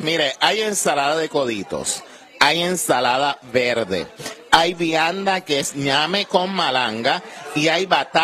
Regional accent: Puerto Rico; yo soy bien boricua.

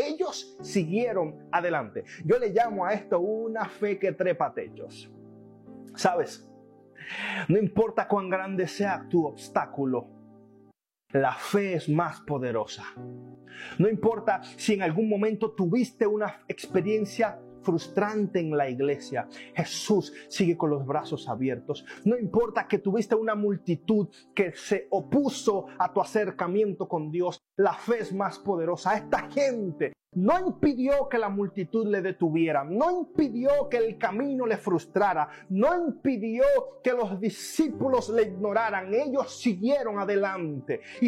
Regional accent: Dominican Republic; En Dominicana nosotros nos encantaba subir a los techos y volar de un lugar para otro. Y los techos en mi país no son como los techos en aquel lugar.

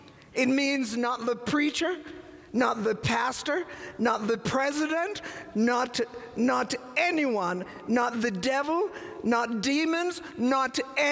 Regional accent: England, United Kingdom; also born or lived in Jamaica; now in United States; I was born in Jamaica, raised in England, lived most of my life in America

